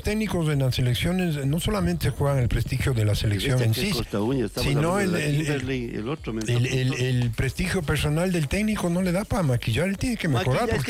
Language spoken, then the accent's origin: Spanish; Ecuador; somos de Ecuador